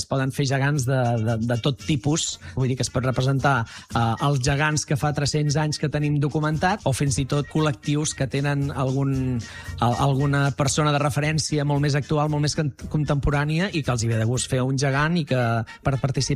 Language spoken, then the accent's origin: Catalan; Reus, Catalonia, Spain; Jo sóc de Reus